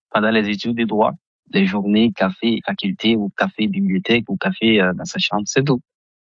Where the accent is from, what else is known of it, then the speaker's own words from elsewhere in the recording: Mali; moved away as an adult; now in Brussels, Belgium; Je viens du Mali. Je suis arrivé en Europe depuis octobre 2025.